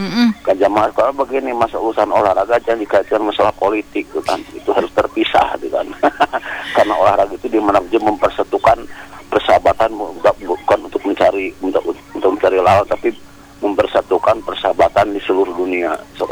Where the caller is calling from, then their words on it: West Java, Indonesia; salam sahabatan, salam persaudaraan dari saya dari Jawa Barat. Walaupun beda pulau, beda provinsi, waktu pun juga beda 2 jam